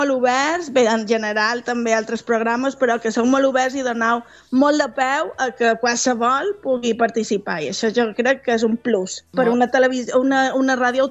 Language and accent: Catalan; Magaluf, Balearic Islands, Spain; de Magaluf, jo som la banderada de Magaluf sempre per tot.